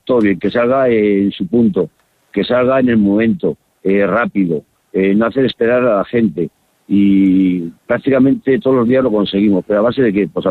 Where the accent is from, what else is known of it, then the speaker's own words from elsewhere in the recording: San Esteban de Gormaz, Castile and León, Spain; yo soy de San Esteban